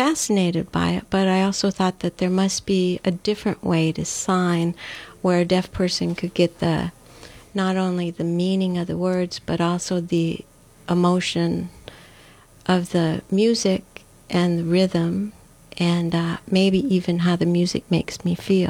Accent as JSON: {"language": "English", "region": "England", "country": "United Kingdom", "tie": "born or raised there", "also_born_or_lived": "Ohio, United States", "moved": "yes", "said": "I didn't come into this world at this age. Made in England, born in Ohio, moved to England when I was a child, lived there for"}